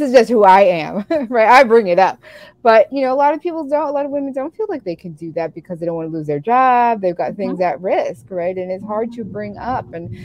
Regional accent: New York City, New York, United States; I'm from the Bronx, in the Bronx.

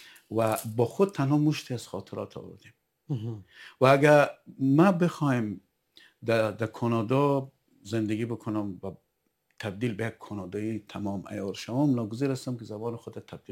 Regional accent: Behsud, Maidan Wardak, Afghanistan; born there; now in ?; ما فرض کنیم در منطقه سرخ‌آباد ولایت بهسود به دنیا آمدیم

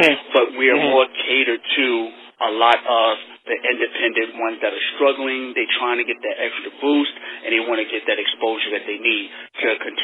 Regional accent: New York, United States; also born or lived in Florida; Well, I'm from New York, and right now I live in, I'm still in New York currently, Long Island and Copaig. I was moving back and forth. Actually, I started everything out in Florida. I used to live in Florida, and I came back over family situations.

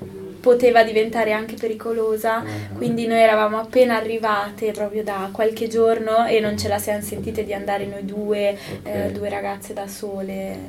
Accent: Milan, Lombardy, Italy; io personalmente, che ho vissuto fin da piccola a Milano, quindi l'ho vista proprio in tutti gli anni della mia vita

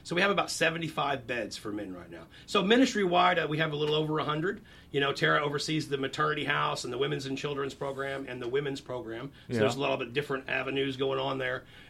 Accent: Clinton, Missouri, United States; I grew up in Clinton, yep.

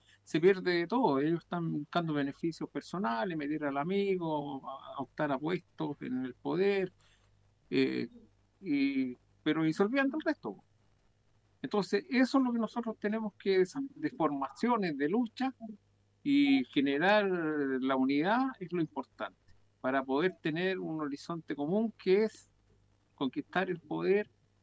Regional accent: Chile

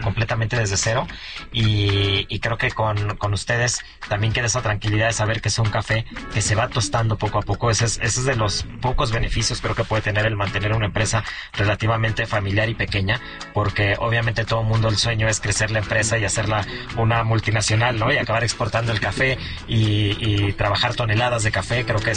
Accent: Mexico; Apoyamos lo mexicano como buenos mexicanos, uh-huh.

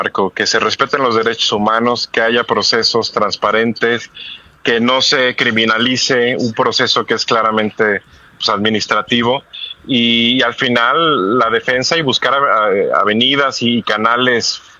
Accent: Mexico; also born or lived in Los Angeles, United States

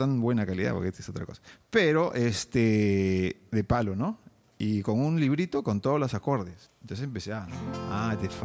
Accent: Lima, Peru; No, yo nací en el Hospital Rebagliati, acá

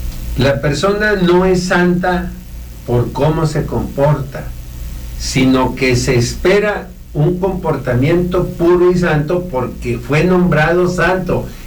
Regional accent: Matamoros, Mexico; nosotros está el pueblo de Matamoros, está donde yo nací y crecí, está muy cerca de un campo militar

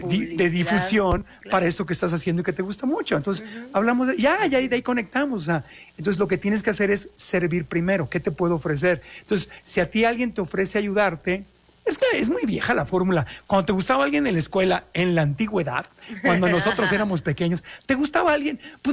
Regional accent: Ciudad Obregón, Sonora, Mexico; Yo crecí en Sonora, en Obregón.

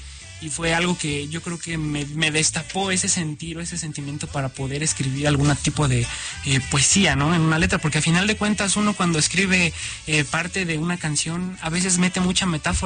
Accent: State of Mexico, Mexico; Yo soy del Estado de México, mis papás son de... mi mamá es de Jalisco y mi papá es de Hidalgo, ¿no? Entonces tengo un poquillo sangre regia por ahí.

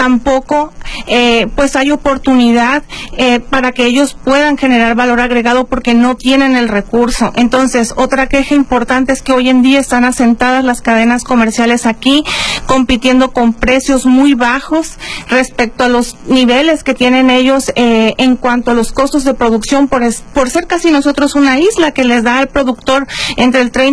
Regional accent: La Paz, Baja California Sur, Mexico; somos ciudadanos, primero que nada, somos nativos todos. Todos somos originarios de La Paz, nuestras familias están aquí, en lo particular la mía, desde 1800, la gente de que venimos de San Antonio, pues somos gente que tiene mucho arraigo aquí también

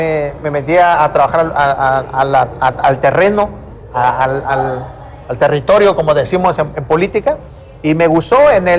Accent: Acapulco, Guerrero, Mexico; por ser pues de Acapulco

